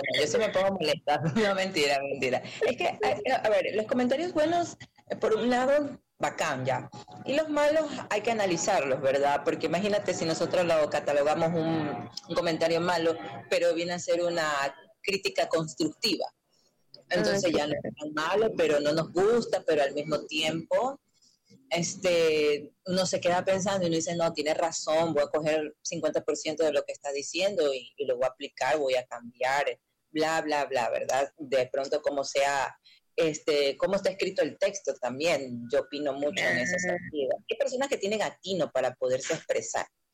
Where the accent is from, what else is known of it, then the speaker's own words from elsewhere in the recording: Guayaquil, Guayas, Ecuador; como buenas ecuatorianas guayaquileñas